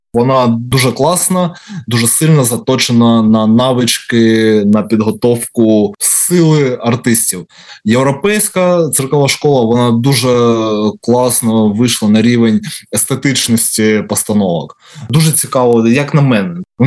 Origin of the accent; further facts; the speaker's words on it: Kharkiv, Kharkiv Oblast, Ukraine; Ось я з Харкова, у нас є циркова студія